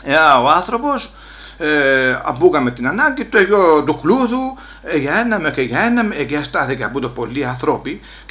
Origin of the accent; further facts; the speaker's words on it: Olympos, South Aegean, Greece; έχω και εγώ λόγο να πω γιατί να είμαι από την Όλυμπο της Καρπάθου